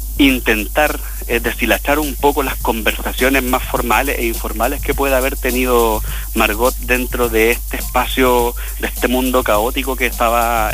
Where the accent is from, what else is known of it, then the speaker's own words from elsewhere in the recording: Antofagasta, Chile; born there; also born or lived in Santiago; yo en realidad yo no me siento tan santiaguino, yo soy criado y malcriado en Antofagasta y soy antofagastino por adopción. Entonces, cuando me fui de la ciudad de Antofagasta y me radiqué acá en Santiago